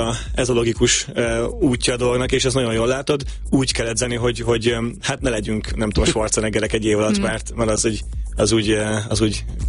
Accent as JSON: {"language": "Hungarian", "country": "Hungary", "said": "és akkor ketten, mint magyar űrhajósok megállapodtunk abban"}